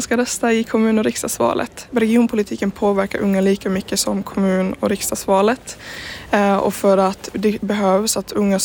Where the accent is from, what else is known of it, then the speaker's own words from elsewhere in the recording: Haparanda, Norrbotten County, Sweden; moved away as an adult; now in Luleå, Sweden; Mä oon kotoisin Haaparannalta, mutta mä muutin nyt vuosi sitten tänne Luulajaan opiskelemaan. Ja toivon, että pystyn myös muuttaa takaisin sitten, kun mä oon valmis opiskelujen kanssa.